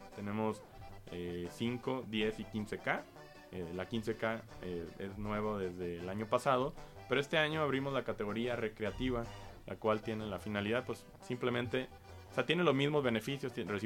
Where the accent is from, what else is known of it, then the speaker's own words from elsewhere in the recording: Mexico; como buenos mexicanos dejamos